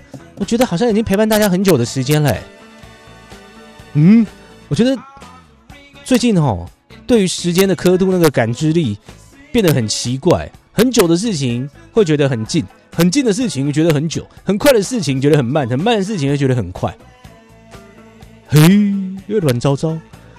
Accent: Sanxia, New Taipei, Taiwan; moved away; 因为身为一个土生土长的三峡人哈

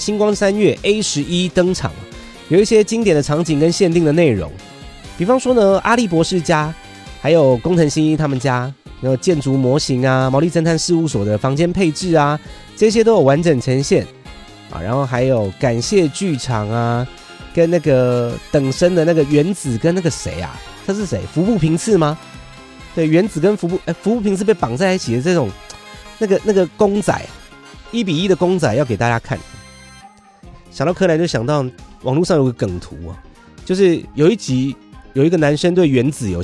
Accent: Taiwan

